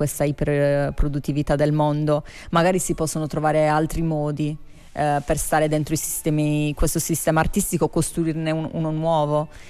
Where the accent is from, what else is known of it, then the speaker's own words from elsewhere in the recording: Iglesias, Sardinia, Italy; now in Cagliari, Italy; io sono cresciuta ad Iglesias, quindi sicuramente il tema della marginalità mi è molto caro.